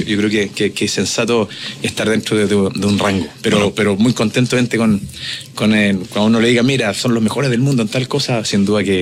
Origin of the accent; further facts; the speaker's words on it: Coya, O'Higgins, Chile; Y yo nací allá, nací en Coya, en la mitad de la cordillera, en la mitad de los cerros, con inviernos con nieve